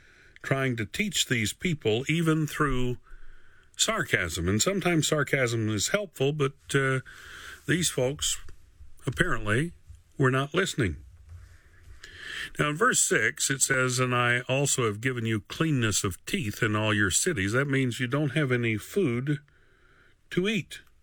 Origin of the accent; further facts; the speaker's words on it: Tennessee, United States; Now, as a child growing up in Northeast Tennessee, growing up right on the Virginia line, and traveling the back roads of Tennessee and Virginia in the mountains